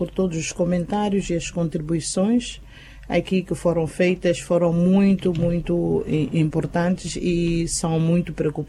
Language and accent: Portuguese; Xidenguele, Gaza, Mozambique; born there; Xidenguele é onde eu nasci